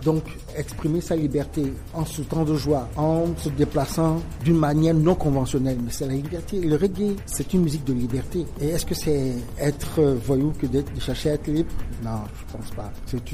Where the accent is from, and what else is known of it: Togo